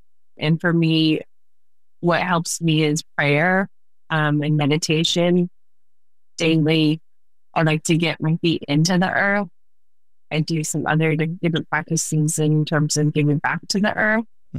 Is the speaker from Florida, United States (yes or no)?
no; Silverton, Colorado, United States; And I was raised in Silverton, Colorado, some big, beautiful mountains and peaks. And it always felt like home to me.